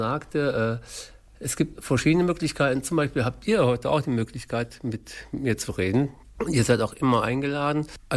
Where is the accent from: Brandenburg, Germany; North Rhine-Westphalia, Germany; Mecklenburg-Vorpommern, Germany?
North Rhine-Westphalia, Germany; Grefrath; ich bin 49 Jahre alt, ich bin gebürtiger Grefrather. Das heißt, schon meine Großeltern wurden hier geboren